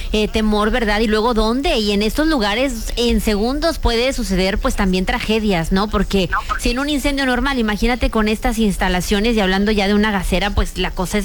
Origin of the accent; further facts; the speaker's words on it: Mexico; ya nos pusimos aquí muy mexicanos